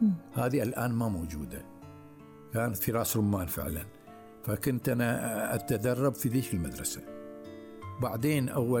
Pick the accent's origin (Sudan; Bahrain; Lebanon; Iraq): Bahrain; Jidhafs; born there; accent: Gulf; يعني هذه لهجتنا احنا، بنقلب القاف جيم.